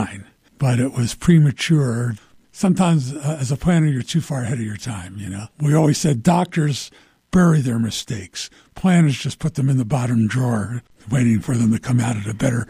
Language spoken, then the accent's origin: English; Philadelphia, Pennsylvania, United States; now in Park City, United States; I grew up in Philadelphia around Quakers.